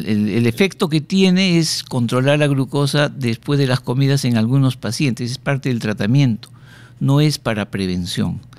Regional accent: Cusco, Peru; yo de Cusco. Hice mi pregrado en la Universidad San Antonio Abad de Cusco.

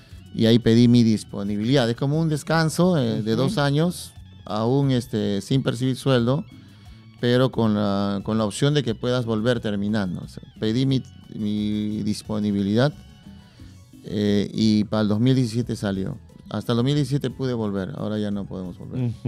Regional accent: Arequipa, Peru; Vengo de papá que toca guitarra, mamá que canta, cusqueño mi viejito, apurimeña mi mamá, crecí en Arequipa

